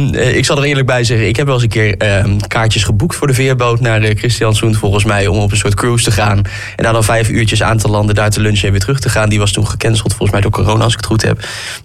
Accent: Groningen, Netherlands; als Groningers die in het aardbevingsgebied hebben gewoond, die in de versterking hebben gezeten

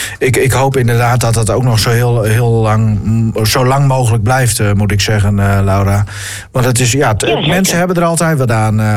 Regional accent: Warffum, Groningen, Netherlands; ik las de Wiekslag altijd toen ik in Warfum woonde, opgroeide.

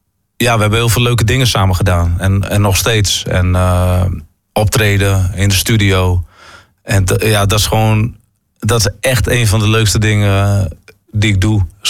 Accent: Groningen, Netherlands; Ik ben opgegroeid in het Grunners. Mijn ouders praten bijna alleen maar Gronings met elkaar. Ze kunnen prima Nederlands hoor, daar niet van. Maar ja, tegen ons praten ze ook Gronings.

